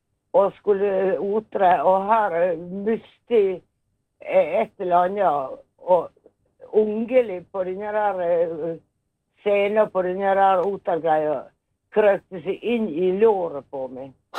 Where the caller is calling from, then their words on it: Møre og Romsdal, Norway; accent: Sunnmøre; Ja, jeg er ekte sunnmøring.